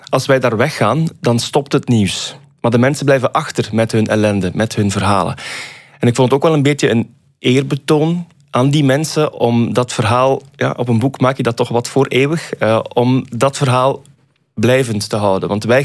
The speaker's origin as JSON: {"language": "Dutch", "town": "Bruges", "region": "Flanders", "country": "Belgium", "said": "En ja, ik ben zelf uit Brugge afkomstig. Dat is ook een stad waar heel wat schoonheid..."}